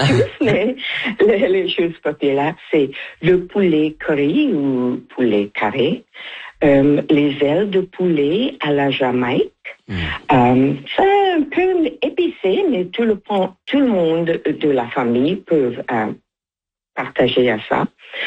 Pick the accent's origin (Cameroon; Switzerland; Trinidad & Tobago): Trinidad & Tobago; now in Manitoba, Canada; de Trinidad et Tobago.